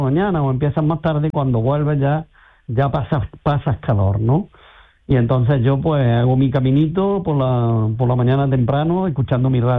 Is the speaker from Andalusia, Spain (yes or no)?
yes; Córdoba, Andalusia, Spain; porque yo vivo en Córdoba, soy de Córdoba.